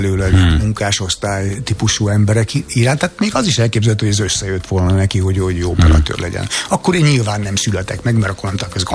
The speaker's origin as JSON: {"language": "Hungarian", "town": "Miskolc", "region": "Borsod-Abaúj-Zemplén", "country": "Hungary", "tie": "born or raised there", "said": "És valami visszatart, vagy megmentett attól, hogy olyan saját szülővárosomban játszam."}